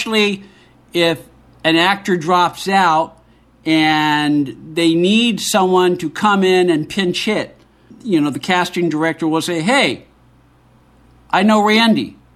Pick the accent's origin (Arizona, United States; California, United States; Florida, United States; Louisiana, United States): California, United States; San Francisco; I have a soft spot for ACT because I grew up in San Francisco.